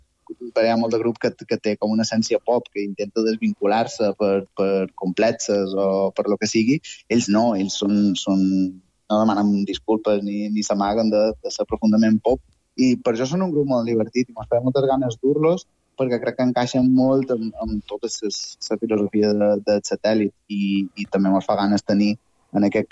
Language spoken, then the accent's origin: Catalan; Catalonia, Spain; perquè si no vaig errat, som de província de Girona.